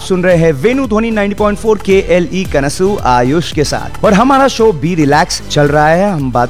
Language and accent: Hindi; Indore, Madhya Pradesh, India; moved away; मैं इंदौर से हूं और हमारे इंदौर में चटपटा खाना और पोहे जलेबी का नाश्ता काफी फेमस है